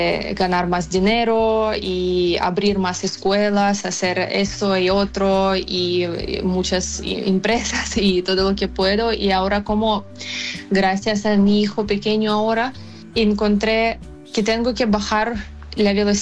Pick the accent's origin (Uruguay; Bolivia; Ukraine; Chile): Ukraine; Spanish is a second language; moved away as an adult; also born or lived in Kyiv; now in Barcelona, Spain; Ella solo sabía que soy ucraniana.